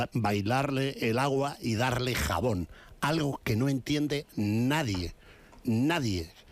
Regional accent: Castile and León, Spain; soy de la Ribera del Duero.

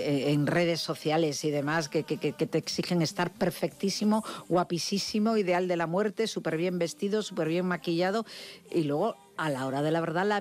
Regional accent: Galicia, Spain; now in Madrid, Spain; que soy gallega

